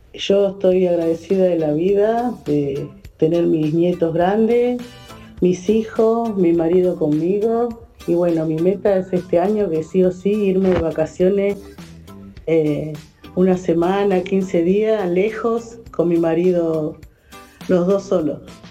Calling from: Ciudad Evita, Buenos Aires Province, Argentina; soy de Ciudad Evita

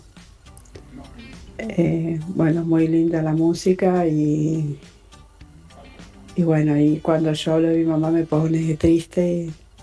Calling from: Rafael Castillo, Buenos Aires Province, Argentina; de Rafael Castillo.

